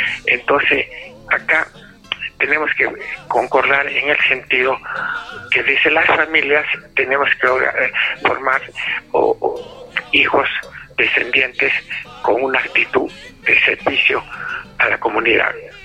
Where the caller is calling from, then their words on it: Arequipa, Peru; nosotros como ciudadanos arequipeños debemos trascender en la historia del Perú.